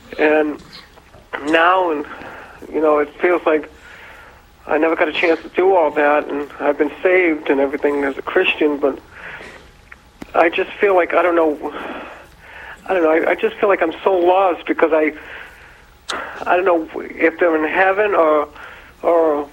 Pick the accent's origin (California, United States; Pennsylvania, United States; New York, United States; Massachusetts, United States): Massachusetts, United States; Boston; I'm from Boston.